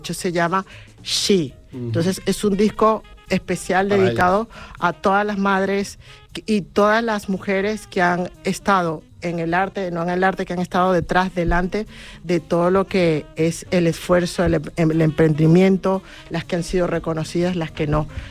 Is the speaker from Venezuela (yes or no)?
yes; Venezuela; yo vengo de Venezuela. En Venezuela no se escucha normalmente jazz.